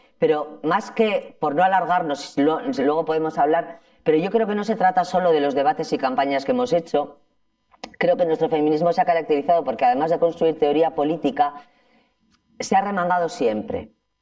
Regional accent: Ermua, Basque Country, Spain; Eso es mi pueblo, en Ermua, ¿eh?

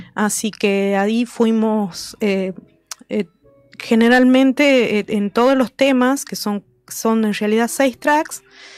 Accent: Colpes, Catamarca, Argentina; moved away as an adult; also born or lived in La Rioja; now in Buenos Aires, Argentina; Yo viví 18 años, nací en Catamarca, en Colpes Pomán, provincia de Catamarca, y viví ahí hasta los 18 años. Luego tuve que volar, me fui para La Rioja y en La Rioja viví 17 años. Así que una mitad, la mitad más uno en Catamarca, catamarqueña.

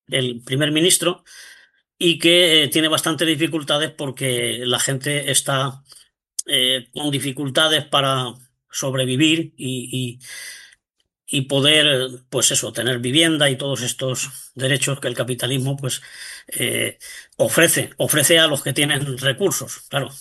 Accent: Valencian Community, Spain; sobre todo los que somos o seáis de Valencia

